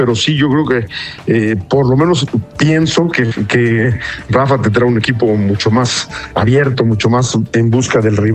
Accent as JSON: {"language": "Spanish", "country": "Mexico"}